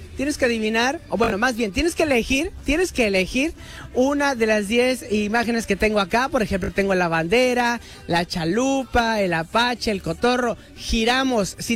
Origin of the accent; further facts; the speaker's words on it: Mexico; se siente que somos mexicanos todo el año